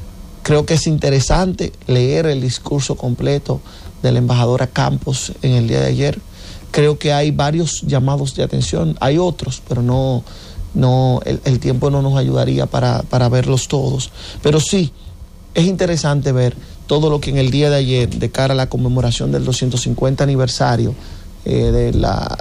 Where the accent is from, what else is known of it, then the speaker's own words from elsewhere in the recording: Dominican Republic; debe llamar la atención de nosotros como dominicanos, de nuestro sistema.